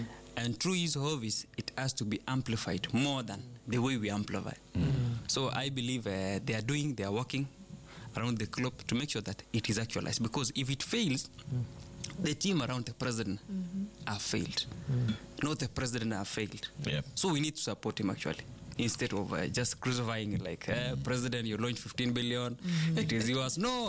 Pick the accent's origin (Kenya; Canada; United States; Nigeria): Kenya; And I'm broad Kenyan, actually.